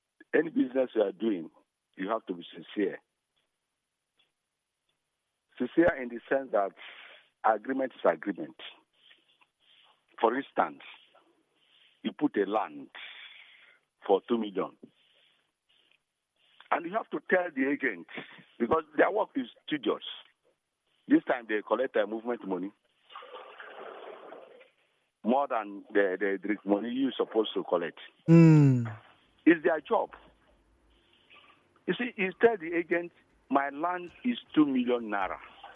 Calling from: Rivers, Nigeria; I'm calling from Robok.

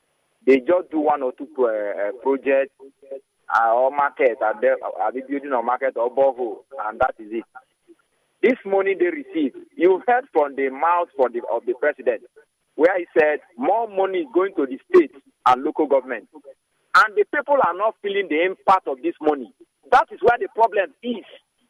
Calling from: Emohua, Rivers, Nigeria; I'm from Emua local government area of River State.

